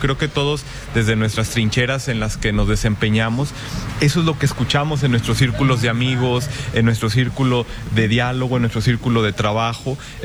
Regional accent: Irapuato, Guanajuato, Mexico; somos de aquí, somos de Irapuato, somos orgullosos de esta tierra.

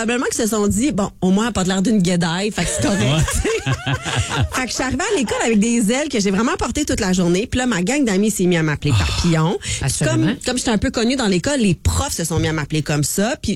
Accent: Val-d'Or, Quebec, Canada; moved away; quand je suis en Abitibi, quand je retourne chez nous, parce que mon père puis ma petite sœur habitent toujours à Val-d'Or

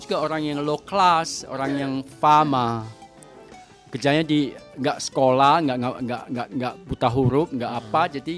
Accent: Sumatra, Indonesia; accent: Batak / Acehnese / Malay-like

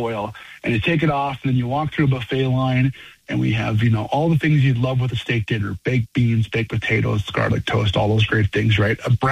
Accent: Bowman, North Dakota, United States; now in South Heart, United States; but born and raised, I'm a Southwest North Dakota kid my entire life. I grew up in Bowman, just down the road from Medora.

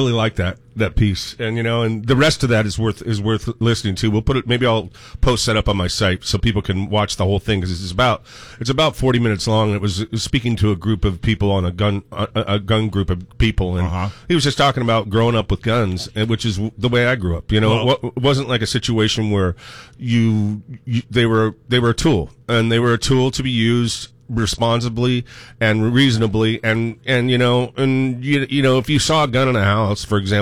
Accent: Oregon, United States; I grew up in Eastern Oregon. I grew up on a ranch.

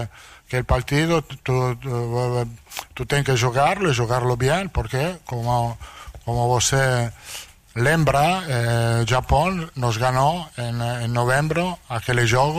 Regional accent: Italy; Portuguese is a second language

